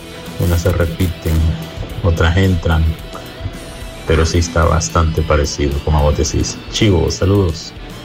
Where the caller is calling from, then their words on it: El Salvador; aquí en mi casa, en El Salvador.